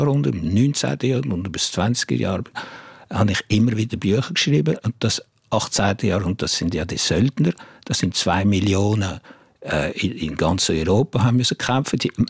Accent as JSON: {"language": "German", "region": "Jura", "country": "Switzerland", "tie": "born or raised there", "second_language": "German", "said": "Nein, ich finde einfach, ich bin von da, ich bin im Jura aufgewachsen, ich bin ein Freund vom Zürichsee oder vom Genfersee und ich gehe gerne in den Alpen wandern."}